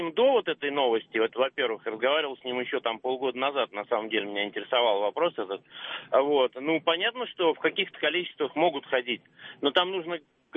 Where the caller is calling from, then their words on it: Moscow, Russia; из Москвы